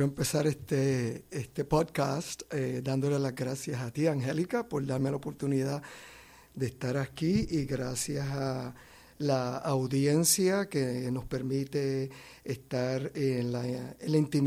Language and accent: Spanish; Puerto Rico; moved away; soy nacido y criado en la Isla del Encanto, Puerto Rico.